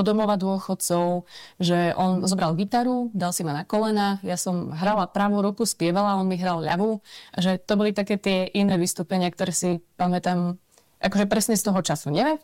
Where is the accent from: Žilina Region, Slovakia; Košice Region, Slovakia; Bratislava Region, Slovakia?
Košice Region, Slovakia; Košice; also born or lived in Prešov; Pochádzam z Košíc. A tam stále aj žijem, ale zároveň pracujem v Prešove, čiže Prešov sa dá povedať, že je môjim druhým domovom a stalo sa to počas vysokej školy, lebo ja som študovala v Prešove na vysokej škole. Čiže ja si tu tak vlastne pendlujem medzi Košicami a Prešovou